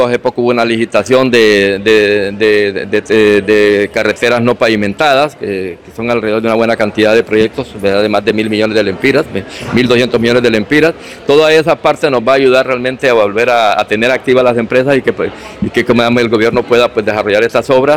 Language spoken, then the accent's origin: Spanish; Honduras; somos hondureños, nos gusta los retos, nos gusta el riesgo